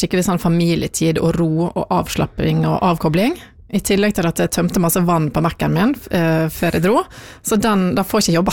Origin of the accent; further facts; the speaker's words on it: Ålesund, Møre og Romsdal, Norway; now in Nesodden, Norway; jeg har vokst opp i Ålesund, og jeg er 100% sunnmøring, men pappa min er fra Molde. Og mamma min er fra Fjelltun da.